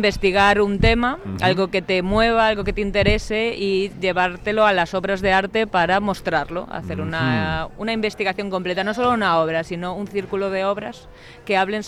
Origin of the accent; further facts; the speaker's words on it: A Coruña, Galicia, Spain; also born or lived in Bilbao; now in Lugo, Spain; Pues soy de Coruña, aunque ahora mismo vivo en Lugo.